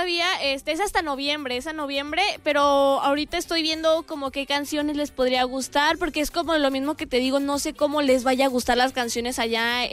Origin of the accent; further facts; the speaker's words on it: León, Guanajuato, Mexico; Yo soy de aquí de León, Guanajuato. Sí, soy de aquí de León, Guanajuato, semifinalista de La Voz Kids. Y pues obviamente, orgullosamente leonesa.